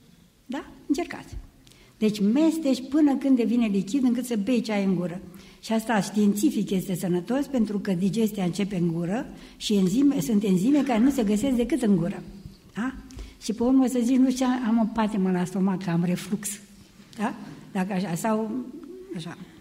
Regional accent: Bărăgan Plain, Romania; Am crescut la țară, în Bărăgan, unde foamea era frecventă.

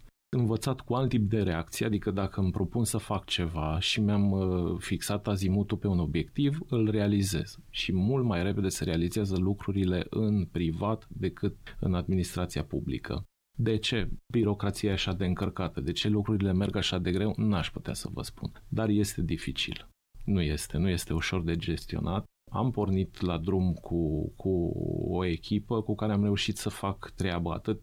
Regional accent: Aiud, Alba County, Romania; moved away as an adult; also born or lived in Petroșani; Din 2010, fiind aiudean, născut, crescut în Aiud, din 2010 m-am întors și am ales să-mi duc fetițele la școală, la școli în Aiud, să am o mică afacere în Aiud și să trăiesc în Aiud.

